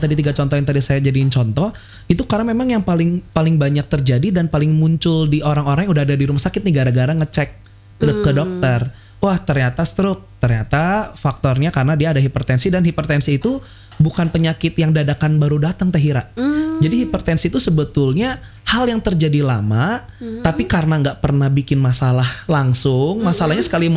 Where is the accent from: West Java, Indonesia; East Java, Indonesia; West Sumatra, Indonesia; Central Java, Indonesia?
West Java, Indonesia; Dari apalagi kita orang Sunda gitu ya teh itu.